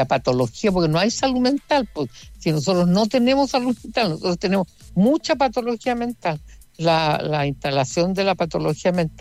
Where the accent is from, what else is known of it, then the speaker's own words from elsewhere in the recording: Puerto Montt, Los Lagos, Chile; born there; moved away; yo nací en Puerto Montt, lleno de ríos, el Maullín, el Petrohue, todos los afluentes, influentes de los ríos, y nosotros nunca nos inundamos